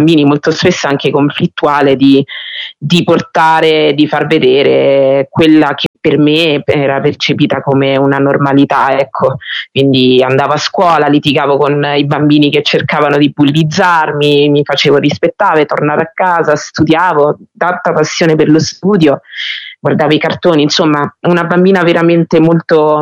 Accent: Magliano Sabina, Lazio, Italy; moved away as an adult; also born or lived in Narni; sono nata a Narni, in Umbria, in provincia di Terni, e poi in realtà ho vissuto per buona parte della mia vita fino a 19 anni in un piccolo paesino di provincia, Magliano Sabina.

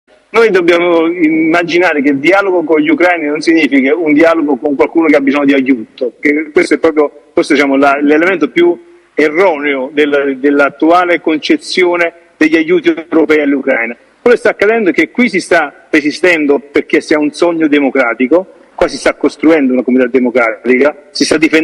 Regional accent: Benevento, Campania, Italy; Io vengo da Benevento, dalla Campania, e lì sappiamo perfettamente che le ultime elezioni regionali abbiamo visto votare meno del 45% degli elettori della regione Campania.

